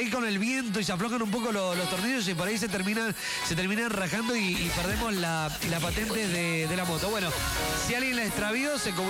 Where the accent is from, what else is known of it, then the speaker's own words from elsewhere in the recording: Argentina; Yo soy argentino.